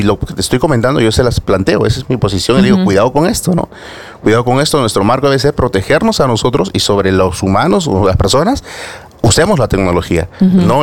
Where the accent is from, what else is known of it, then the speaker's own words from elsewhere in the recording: Lima, Peru; Yo vengo de Villasalor